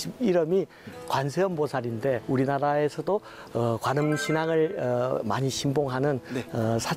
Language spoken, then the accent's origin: Korean; Hadong, South Gyeongsang, South Korea; moved away; 제 고향이 네. 저기 지리산 밑에 쌍계사라고 하는 절 아래에서 태어나서 자랐어요. 그래서 거기가 8만 구암자가 있을 정도로 절이 많아서 네. 어려서부터 불교 이야기는 많이 듣고 자랐습니다.